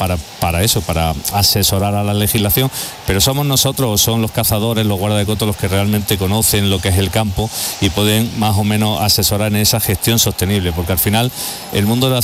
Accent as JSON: {"language": "Spanish", "area": "Jaén province", "region": "Andalusia", "country": "Spain", "said": "somos la provincia de Andalucía con mayor número de extensión en parques naturales."}